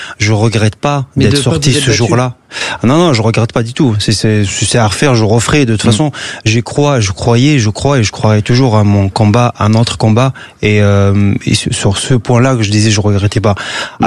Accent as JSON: {"language": "French", "region": "Kabylie", "country": "Algeria", "tie": "born or raised there", "moved": "as an adult", "lives_now": "France", "said": "en 2001, justement, j'avais 18 ans et avec mes camarades, avec toute la jeunesse kabyle en Algérie"}